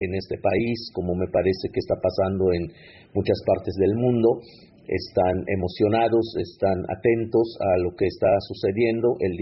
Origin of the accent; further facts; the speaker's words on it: Yucatán Peninsula, Mexico; Estamos en la península maya de Yucatán, México. Soy maya